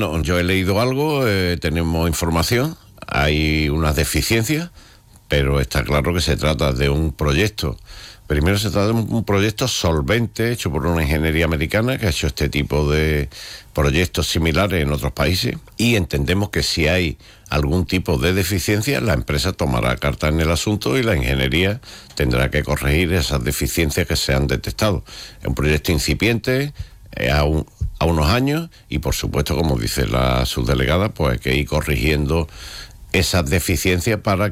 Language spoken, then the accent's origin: Spanish; Huelva, Andalusia, Spain; yo soy de Huelva y llevo mucho tiempo aquí